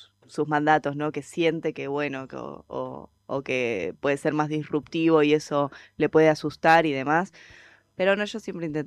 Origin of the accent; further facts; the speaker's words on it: Buenos Aires, Argentina; moved away as an adult; also born or lived in Florida; Yo nací en Capital.